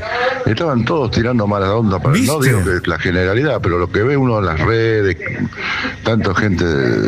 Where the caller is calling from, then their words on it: Quilmes, Buenos Aires Province, Argentina; de Quilmes.